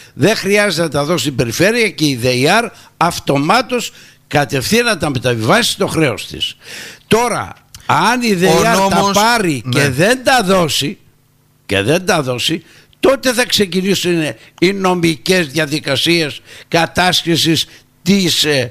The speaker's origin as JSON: {"language": "Greek", "town": "Rhodes", "region": "South Aegean", "country": "Greece", "said": "Σαν Ροδίτης, ναι, καμαρώνω που έχουμε μία περιφέρεια που πραγματικά έχει αποδείξει ότι έχει κάνει έργο στο νησί"}